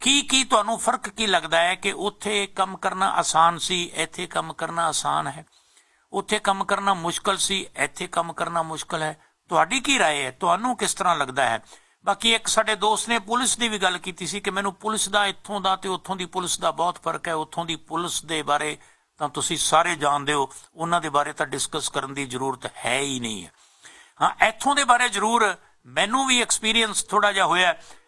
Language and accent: Punjabi; Punjab, India; moved away as an adult; ਸਾਡੇ ਉਸ ਦੇਸ਼ ਦੇ ਬਾਰੇ, ਸਾਡੇ ਉਸ ਪੰਜਾਬ ਦੇ ਬਾਰੇ ਜਿੱਥੋਂ ਅਸੀਂ ਆਏ ਹਾਂ, ਜਿੱਥੇ ਸਾਡਾ ਬਚਪਨ ਬੀਤਿਆ, ਜਿੱਥੇ ਸਾਡਾ ਜਨਮ ਹੋਇਆ, ਜਿੱਥੇ ਅਸੀਂ ਜ਼ਿੰਦਗੀ ਦਾ ਬਹੁਤ ਸਾਰਾ ਸਮਾਂ ਗੁਜ਼ਾਰਿਆ